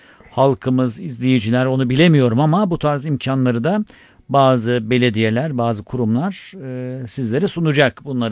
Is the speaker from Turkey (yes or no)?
no; Turkmenistan; Türkmenistanlıyım.